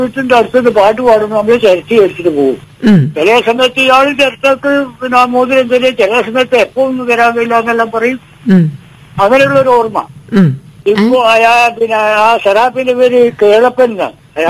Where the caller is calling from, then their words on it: Thiruvananthapuram, Kerala, India; തിരുവനന്തപുരത്തുനിന്ന്.